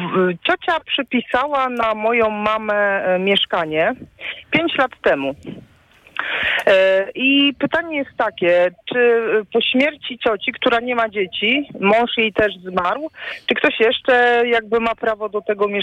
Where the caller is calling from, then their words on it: Wałbrzych, Lower Silesian Voivodeship, Poland; Dzwonię z Wałbrzycha